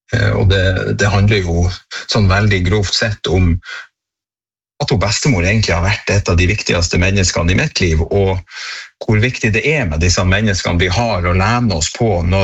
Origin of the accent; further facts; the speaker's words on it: Senja, Troms, Norway; når jeg i min ungdom jobbet på lakseoppdrett på heimen på Senja